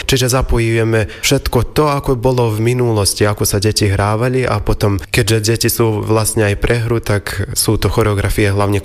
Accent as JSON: {"language": "Slovak", "town": "Lug", "region": "Vojvodina", "country": "Serbia", "said": "a potom aj tu v obci Beučín, alebo tu na doma v Lugu."}